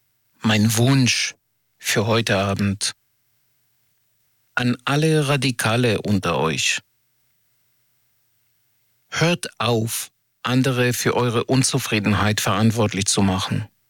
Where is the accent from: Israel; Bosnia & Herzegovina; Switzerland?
Israel; Ich komme aus Israel.